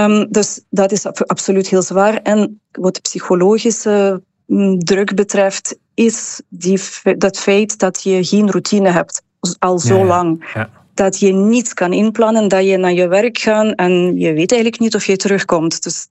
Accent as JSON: {"language": "Dutch", "country": "Ukraine", "moved": "yes", "said": "ik ben zelf een Oekraïense, inderdaad, ben al lang hier"}